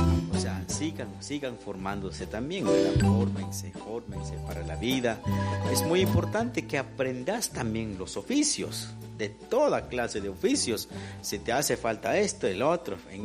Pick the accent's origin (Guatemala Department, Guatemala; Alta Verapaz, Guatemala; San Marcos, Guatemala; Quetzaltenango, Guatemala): Alta Verapaz, Guatemala; Chamil; yo soy de Chamil, pero trabajo en la capital.